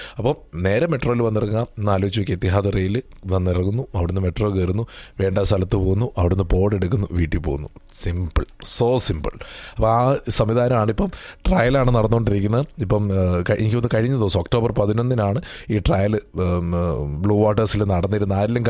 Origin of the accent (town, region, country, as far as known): Kerala, India; born or raised there; also born or lived in Haripad (mother's home); now in United Arab Emirates